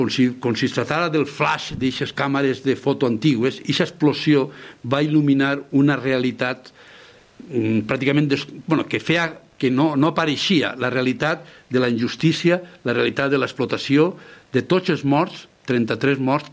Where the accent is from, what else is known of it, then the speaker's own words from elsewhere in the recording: Ibi, Valencian Community, Spain; Ibi, que és el meu poble